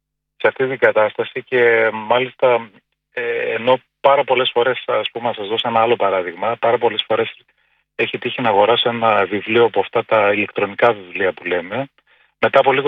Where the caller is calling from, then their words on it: Thessaloniki, Central Macedonia, Greece; Εγώ είμαι από Θεσσαλονίκη